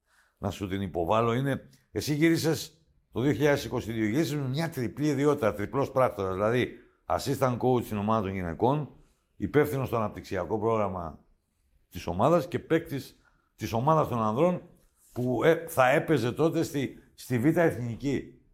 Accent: Amari, Crete, Greece; Στο χωριό μου εδώ, στο Αμάρι, έτσι το λένε.

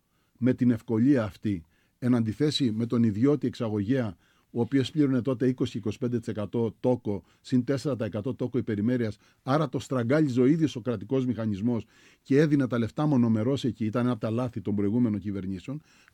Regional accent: Sitia, Crete, Greece; Θα ξαναθυμίσω ότι είμαι από τη ΣΥΤΙΑ

